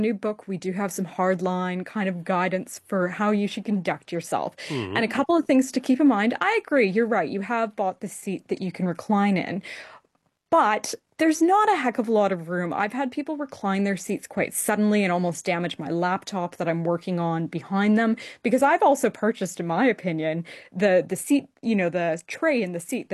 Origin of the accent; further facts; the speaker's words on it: Canada; now in Australia; And even when I moved to Australia from Canada, I couldn't understand why everyone